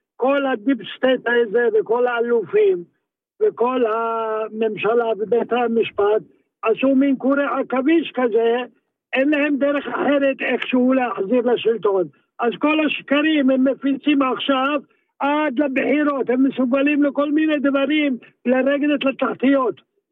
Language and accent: Hebrew; Tzemach, Northern District, Israel; גדלתי פה בארץ, הזיכרונות שלי רק מהמעברה בצמח.